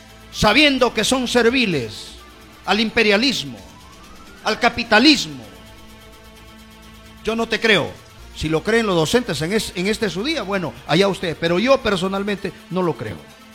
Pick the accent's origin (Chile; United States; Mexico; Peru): Peru